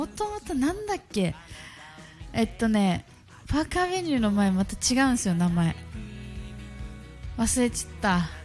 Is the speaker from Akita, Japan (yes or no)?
no; Uruma, Okinawa, Japan; うるま市の自分の、はい、地元です。